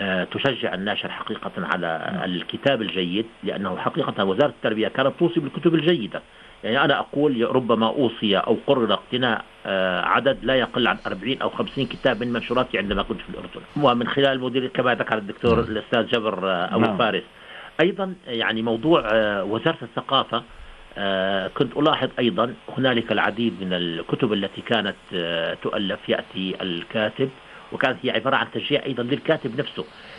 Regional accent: Syria; also born or lived in Jordan; عندنا في سوريا نسميها المعاهد

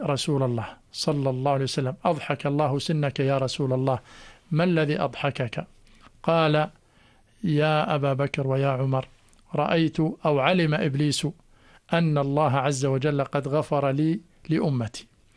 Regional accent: Jordan; أننا نمثل بلدنا. لما تقول أنا حاج أردني

